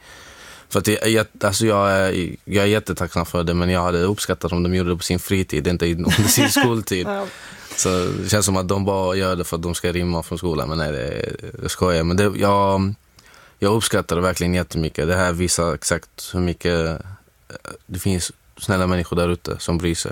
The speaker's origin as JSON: {"language": "Swedish", "country": "Syria", "also_born_or_lived": "Egypt", "moved": "yes", "lives_now": "Sweden", "said": "mitt hemland i Syrien."}